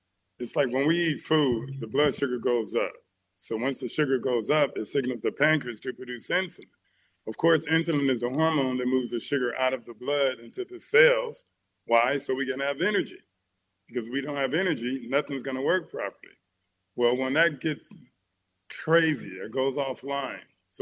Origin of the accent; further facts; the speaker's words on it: Los Angeles, California, United States; I'm number 10 of 12 kids. I grew up in Watts, South Central, whatever you want to call it. But anyway, we were welfare recipients.